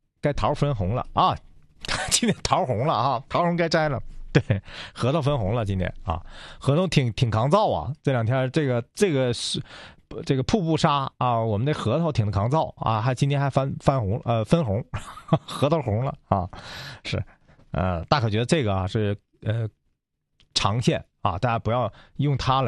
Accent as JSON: {"language": "Chinese", "region": "Northeast China", "country": "China", "said": "在我们东北这边每年会有一段热，但不会太久"}